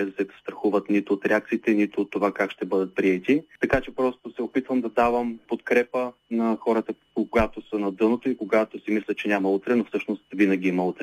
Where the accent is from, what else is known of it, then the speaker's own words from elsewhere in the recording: Obzor, Burgas Province, Bulgaria; Живея в Обзор, народно съм от Обзор и живея в Обзор.